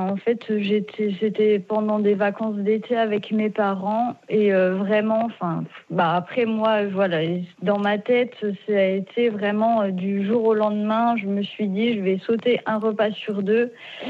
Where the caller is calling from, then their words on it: Bourgogne-Franche-Comté, France; Je vous appelle d'un petit village à côté de Dijon.